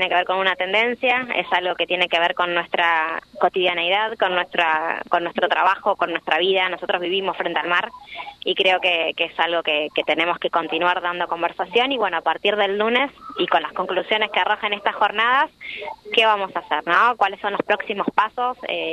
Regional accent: Argentina; temas que nos atraviesan a nivel regional, que nos atraviesan como argentinos

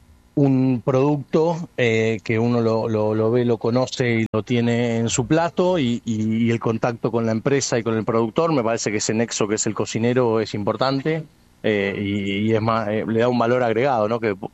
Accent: Mar del Plata, Buenos Aires Province, Argentina; Yo soy de Mar del Plata, tengo un restaurante en Mar del Plata

